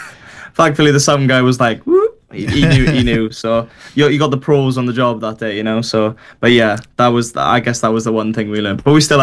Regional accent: Burry Port, Wales, United Kingdom; We've got a bus going up from Burryport, my hometown, of over like 30 people.

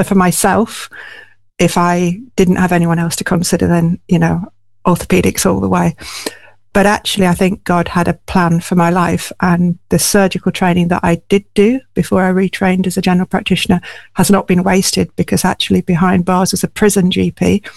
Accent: Hull, Yorkshire and the Humber, United Kingdom; We grew up in Hull together.

